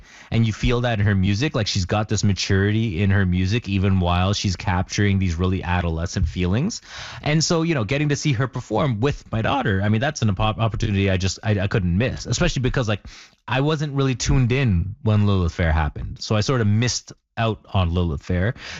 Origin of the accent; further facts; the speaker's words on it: Canada; in the last week since I arrived in the U.S. I mean, what a time to be in the U.S. as a Canadian